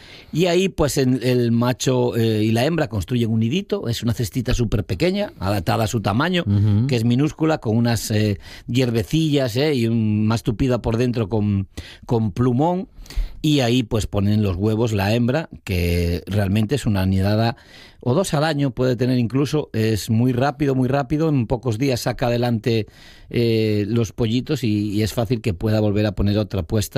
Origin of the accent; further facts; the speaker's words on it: Noia, Galicia, Spain; yo sabes que soy originario de Galicia y un pueblo que tiene ría.